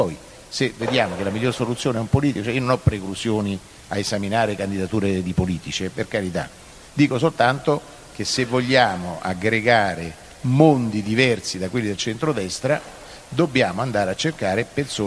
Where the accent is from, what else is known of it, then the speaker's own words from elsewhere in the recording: Rome, Lazio, Italy; Sì, siamo romani